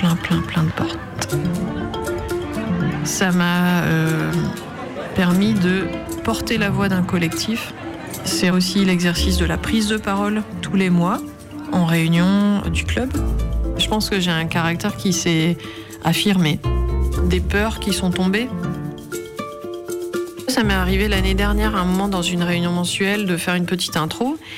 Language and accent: French; Lille, Hauts-de-France, France; born there; now in Lambersart, France; j'ai 48 ans, j'habite sur l'Ambersart, j'ai 2 enfants, je suis née à Lille.